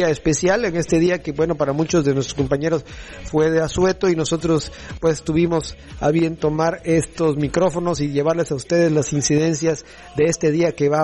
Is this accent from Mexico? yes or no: yes; Mexico